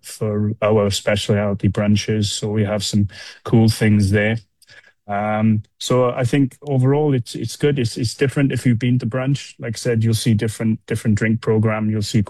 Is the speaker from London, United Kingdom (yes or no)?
no; Wales, United Kingdom; which I'm Welsh originally, so lamb is kind of our pinnacle of our kind of food.